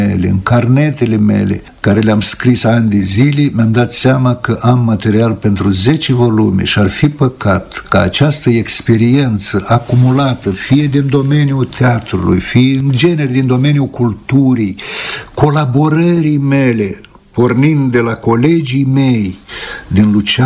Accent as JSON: {"language": "Romanian", "country": "Romania", "also_born_or_lived": "Leningrad", "said": "ca român care a început să înțeleagă ce-i cu neamul nostru"}